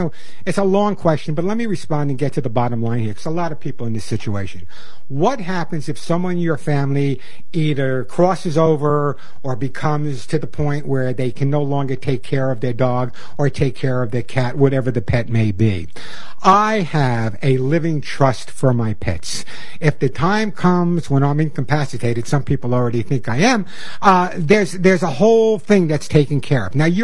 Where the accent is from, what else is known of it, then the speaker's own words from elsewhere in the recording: New York, United States; accent: New York; Hello, Queens, New York. Although I did lose my New York accent.